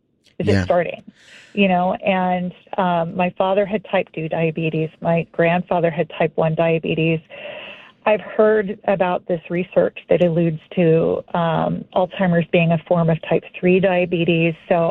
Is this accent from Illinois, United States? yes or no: no; Texas, United States; I grew up in Texas, and my grandfather and my father were both very, I would say, cognitively very high-functioning individuals